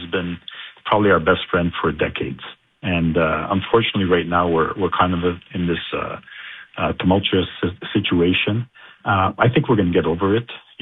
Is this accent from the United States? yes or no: no; Canada; being Canadian born and bred